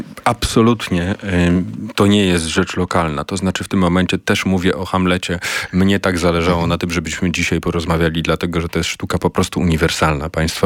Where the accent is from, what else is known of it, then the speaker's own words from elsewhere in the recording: Silesian Voivodeship, Poland; dla nas, trzech osób, które ze Śląska pochodzą